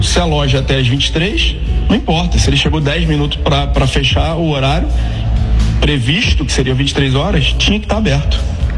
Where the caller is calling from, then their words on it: Campo Grande, Brazil; sou de Campo Grande.